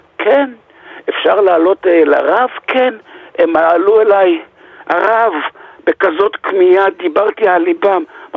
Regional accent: Bnei Brak, Tel Aviv District, Israel; אני בני ברקי והתפללתי בבית כנסת מערב של פה בסילל.

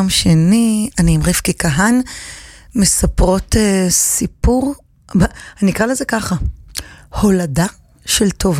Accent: Herzliya, Tel Aviv District, Israel; born or raised there

